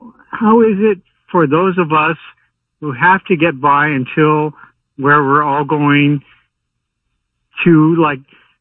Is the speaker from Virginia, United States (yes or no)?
no; Sedona, Arizona, United States; And, well, I grew up in Sedona, Arizona.